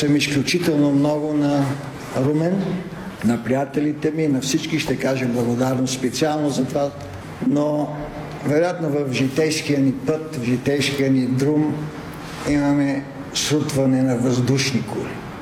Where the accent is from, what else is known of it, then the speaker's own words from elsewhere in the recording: Sofia, Sofia City, Bulgaria; Един силен празник, една обич в моя роден град. Отсреща ми 8-ма гимназия, под сенките на Витоша.